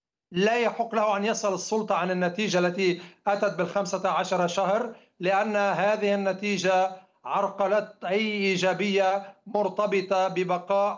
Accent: Lebanon; نحن كلبنانيين جميعا، لبنان ليس مؤلف فقط من حزب الله، هناك أفرقاء كثر، هناك مكونات عدة في لبنان

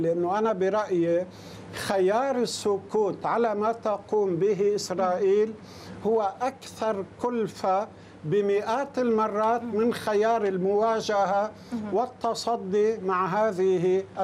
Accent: Lebanon; منا جميعا كلبنانيين

